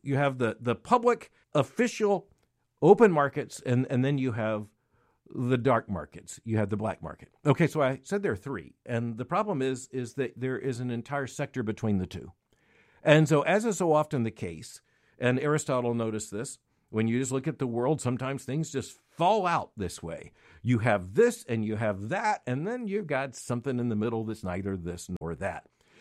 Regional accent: United States

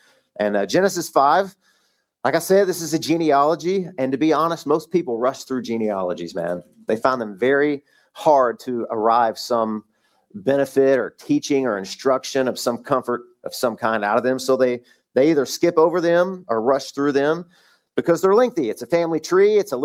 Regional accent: United States; I'm American. I'm English.

